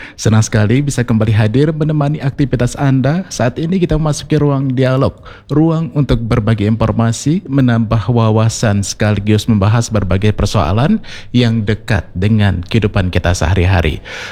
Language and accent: Indonesian; Lampahan, Aceh, Indonesia; Saya juga tinggal di Baliatu Simpang 3 nih, di Bandara Rembele tepatnya. Juga saya berasal dari Lampahan juga itu Kak.